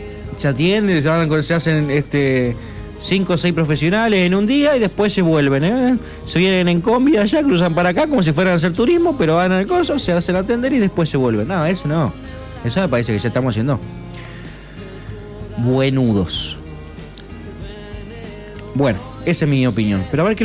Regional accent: Argentina

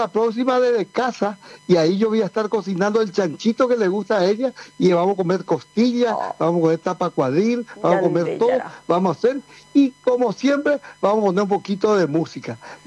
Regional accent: Paraguay; now in Spain

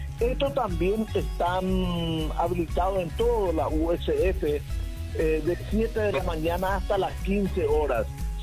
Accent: Argentina; now in Paraguay; yo soy argentino

